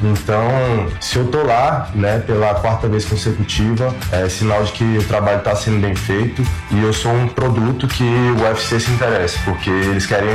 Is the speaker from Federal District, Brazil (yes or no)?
yes; Ceilândia, Federal District, Brazil; now in Taguatinga, Brazil; Na verdade, fui criado na Ceilândia, né? Atualmente resido em Taguatinga